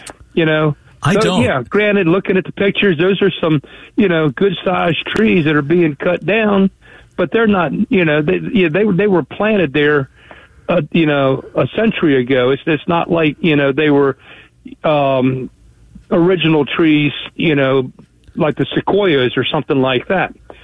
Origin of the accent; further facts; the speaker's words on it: Searsville, United States; from where I grew up in Searsville